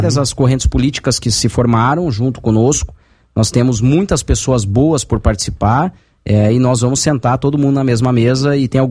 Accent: Pato Branco, Paraná, Brazil; É minha casa, é meu chão, é minha terra

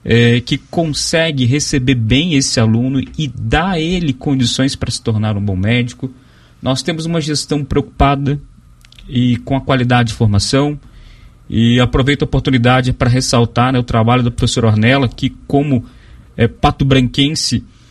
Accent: Minas Gerais, Brazil; now in Pato Branco, Brazil; para alguém que é de fora, eu sou do Sudeste, eu sou de Minas Gerais

